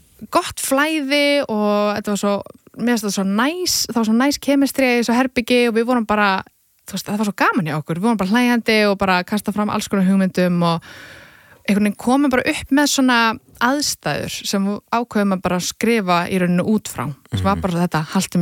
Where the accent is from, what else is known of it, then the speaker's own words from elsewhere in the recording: Garðabær, Capital Region, Iceland; við erum bara félagar úr Garðabænum